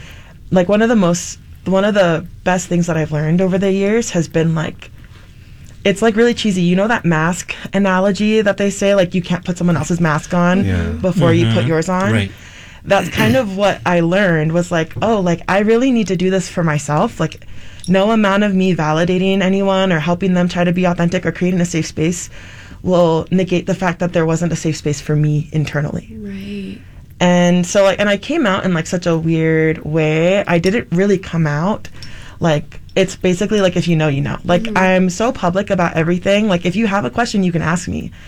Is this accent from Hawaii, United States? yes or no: yes; Hawaii, United States; I didn't grow up in Utah. I was born and raised in Hawaii. And I grew up LDS.